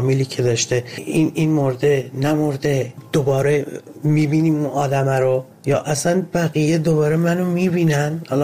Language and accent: Persian; Ahvaz, Khuzestan, Iran; born or raised there